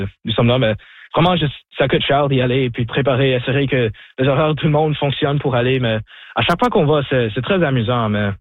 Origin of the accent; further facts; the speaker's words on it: Sault Ste. Marie, Ontario, Canada; French is a second language; j'étais un peu nerveux parce que je viens de Sault-Saint-Marie, donc j'étais toujours dans ma tête que c'est comme, ah, c'est mon français, c'est pas aussi bon que le français des autres.